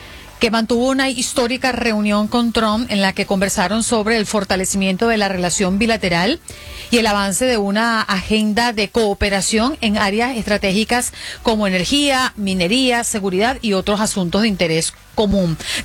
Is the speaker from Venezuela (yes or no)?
yes; Venezuela; Yo creería que la primera pregunta que te tengo como venezolana